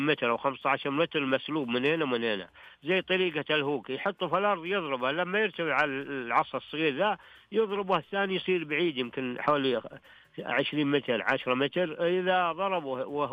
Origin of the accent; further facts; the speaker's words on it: Al-Qassim, Saudi Arabia; عندنا في القصيم